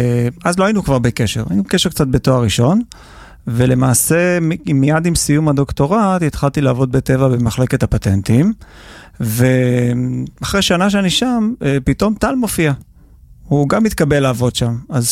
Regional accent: Ra'anana, Central District, Israel; כן, אז גדלתי ברעננה, בבית מסורתי, לא דתי בכלל.

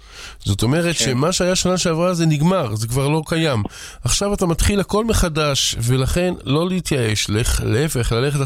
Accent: Jerusalem, Jerusalem District, Israel; אני בא משכונת מאה שערים, שם יש שם ממש, אתה מרגיש כבר את סוכות, כמה כולם כבר בונים.

